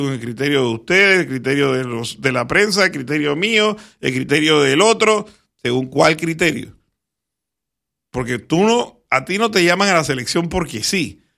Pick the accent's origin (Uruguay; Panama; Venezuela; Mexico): Panama; entre nosotros mismos como panameños